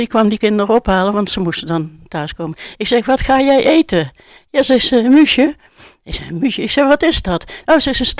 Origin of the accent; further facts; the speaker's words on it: North Brabant, Netherlands; Want ik kom uit Brabant